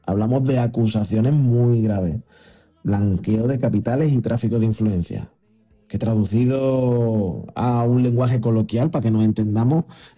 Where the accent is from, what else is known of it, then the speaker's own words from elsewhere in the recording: Andalusia, Spain; concesiones que nos vendrían mal a nosotros, a los andaluces